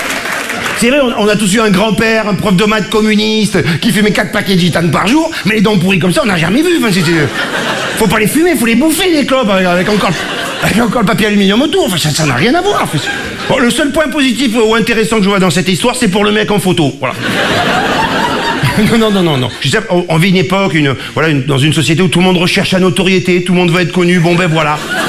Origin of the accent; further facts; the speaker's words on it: Marseille, Provence-Alpes-Côte d'Azur, France; now in Paris, France; quand je suis arrivé à Paris, mec de la Rive du Sud, j'étais marseillais